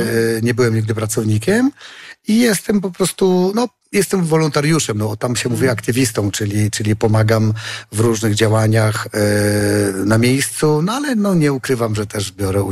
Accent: Podlaskie Voivodeship, Poland; Ja się wychowałem troszkę nad Rozpudą, bo mój tato pochodzi z Raczek. Także ja znałem to miejsce

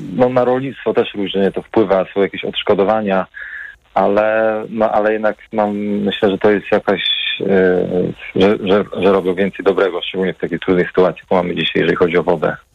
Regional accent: Podlaskie Voivodeship, Poland; Znaczy tak, ja ogólnie pochodzę z Podlasia i tam właśnie małe rzeczki są zalewane

